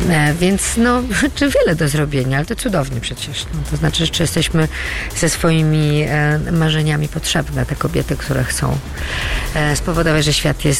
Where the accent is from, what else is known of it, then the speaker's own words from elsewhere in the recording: Poznań, Greater Poland Voivodeship, Poland; moved away as an adult; Ja jestem poznanianką z urodzenia. Spędziłam tu pierwsze, z moimi przerwami, 30 lat swojego życia. Przyjechałam tu urodzić dzieci, chociaż już wtedy w Poznaniu nie mieszkałam, bo chciałam, żeby moje dzieci były z Poznania. No i to miasto mi zdecydowanie płynie we krwi.